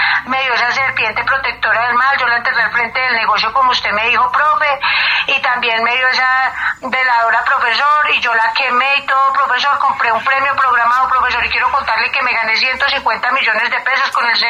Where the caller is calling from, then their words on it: Yolombó, Antioquia, Colombia; estoy llamando acá desde la Floresta Yolombó.